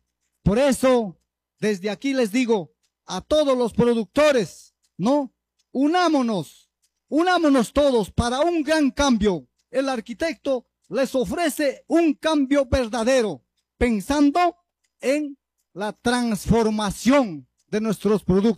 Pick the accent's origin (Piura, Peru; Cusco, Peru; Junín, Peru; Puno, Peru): Junín, Peru; Pichanaqui